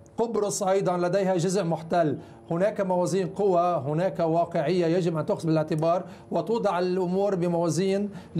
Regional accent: Lebanon; جميعنا كلبنانيين

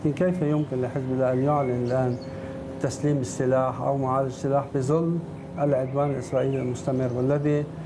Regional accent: Deir Qanoun En Nahr, South Governorate, Lebanon; بلدتي دير قانون النهر

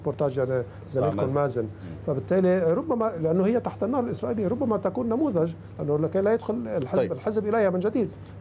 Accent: Lebanon; أنا كلبناني يعني

